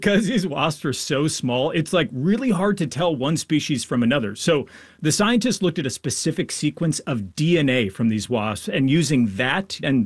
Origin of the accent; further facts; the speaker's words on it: Longmeadow, Massachusetts, United States; I grew up in Longmeadow